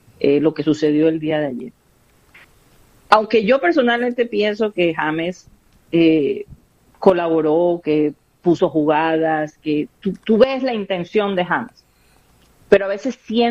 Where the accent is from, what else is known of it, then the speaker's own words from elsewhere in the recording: Colombia; todos son colombianos, nosotros somos colombianos